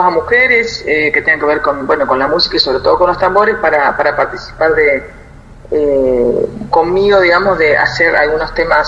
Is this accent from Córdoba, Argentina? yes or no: yes; Córdoba, Argentina; moved away as an adult; now in Buenos Aires, Argentina; soy de Córdoba y hace 3 años estoy residiendo en Buenos Aires.